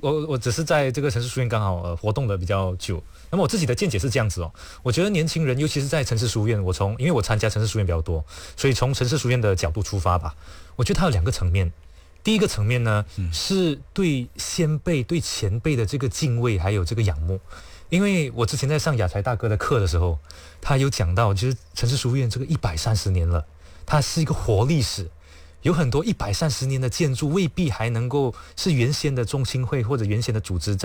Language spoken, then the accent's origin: Chinese; Malaysia; 我们在这边土生土，我们在这边长大，在这边受教育